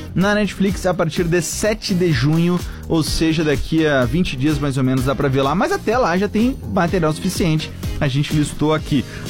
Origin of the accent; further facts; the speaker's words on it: Rio Grande do Sul, Brazil; Como gremista também gritei aquele jogo, mercenário, mercenário e tal. Mas, enfim, como gaúcho, como seleção, né?